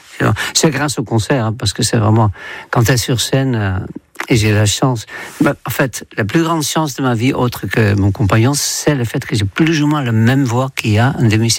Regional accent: Netherlands; moved away as an adult; Et j'ai quitté les Pays-Bas quand j'avais 21 ans, donc ça fait 61 ans, ne comptez pas, c'est pas la peine.

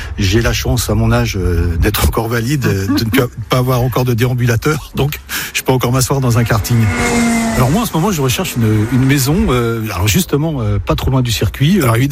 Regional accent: Fresnay-sur-Sarthe, Pays de la Loire, France; moved away as an adult; also born or lived in Bordeaux; je suis sartois d'origine, j'ai passé mon enfance à Fresnes-sur-Sarthe.

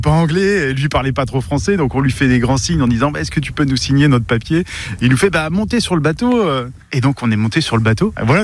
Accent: Guadeloupe, France; born there; J'ai débarqué en Guadeloupe en 89, j'avais 10 ans

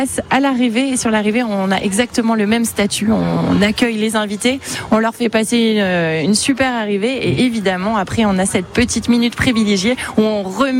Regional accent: Angers, Pays de la Loire, France; moi je suis angevine.

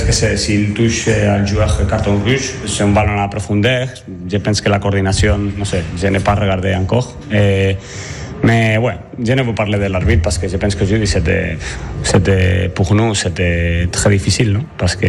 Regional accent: Spain; French is a second language; moved away; parce que je suis espagnol, je ne sais pas, mais je parle français.

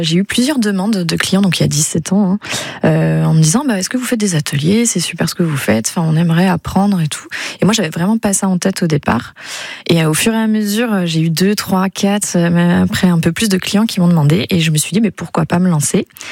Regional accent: Grand Est, France; now in Dijon, France; je suis vosgienne, hein, je suis pas dijonnaise à la base. Je viens des Vosges.

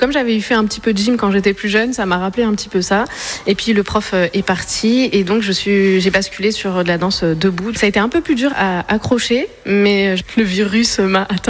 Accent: Fréjus, Provence-Alpes-Côte d'Azur, France; Je suis une petite varoise. Je viens de Fréjus parce que mon papa était dans la marine. Je suis restée jusqu'à 25 ans, donc j'ai fait mes études. J'y ai découvert la danse.

